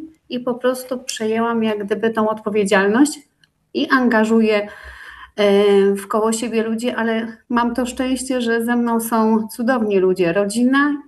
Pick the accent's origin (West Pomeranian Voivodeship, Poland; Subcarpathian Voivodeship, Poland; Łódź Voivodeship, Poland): Łódź Voivodeship, Poland; Niewiadów; Najbliższy ujazd, Niewiadów, bo pochodzę z Niewiadowa, to są te okolice.